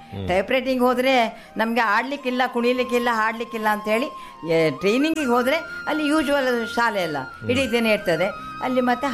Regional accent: Mangalore, Karnataka, India; moved away as an adult; also born or lived in Surathkal; now in Mangalore, India; ನಾವು ಪಣಂಬೂರಿಂದ ವಿದ್ಯಾದಾಯನಿಗೆ ನಡ್ಕೊಂಡು ಹೋಗಿ ಬಂದು ಕಲ್ತವರು.

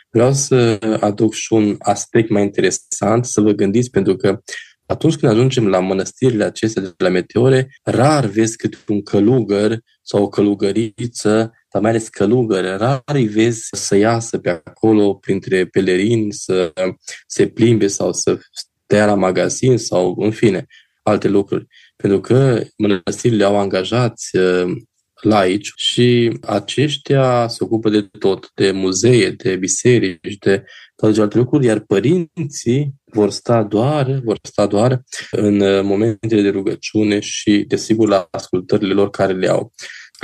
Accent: Cluj-Napoca, Cluj County, Romania; Și am spus că suntem de la Cluj, un grup de pelerini tare frumos

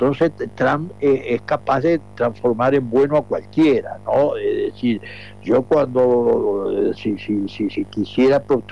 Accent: Canelones, Uruguay; yo soy un canario

